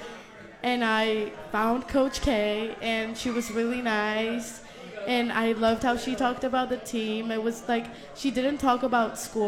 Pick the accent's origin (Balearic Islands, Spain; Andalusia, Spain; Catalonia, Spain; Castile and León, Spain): Catalonia, Spain; Barcelona; moved away as an adult; now in New Orleans, United States; I'm from Barcelona, Spain.